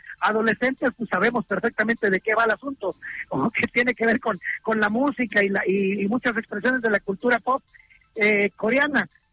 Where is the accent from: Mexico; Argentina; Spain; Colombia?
Mexico; Acapulco, Guerrero; born there; now in Mexico City, Mexico; Soy chilango de adopción, nací en Acapulco, Guerrero, pero tengo muchos años viviendo en la Ciudad de México